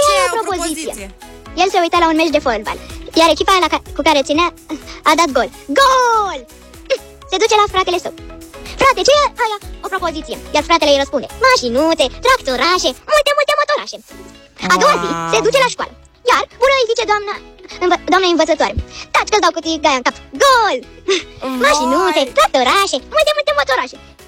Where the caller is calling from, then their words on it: Bucharest, Romania; din București, am aproape 9 ani